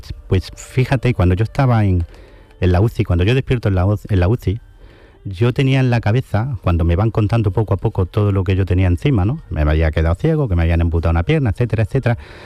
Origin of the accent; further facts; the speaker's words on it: Granada, Andalusia, Spain; yo que soy de Granada